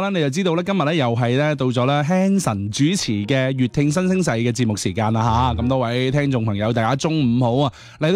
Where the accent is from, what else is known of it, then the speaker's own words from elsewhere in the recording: Zhaoqing, Guangdong, China; accent: Zhaoqing dialect; 即系我哋广东人咧，咁啊见面问候好多时候第一句话就系、是、喂呀翻未呢咁样啊，即系我哋肇庆话就咁样啦。